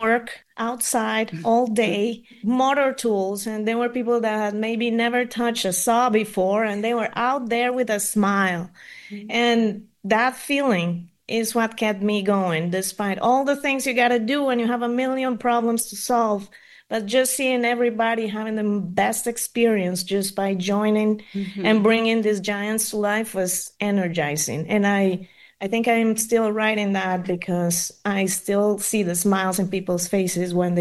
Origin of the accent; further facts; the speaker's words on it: Colombia; moved away; I'm from Colombia originally, and I've seen it in my country.